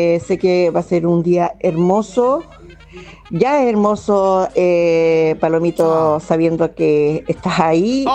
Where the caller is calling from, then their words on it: Doñihue, O'Higgins, Chile; de Doñigüe.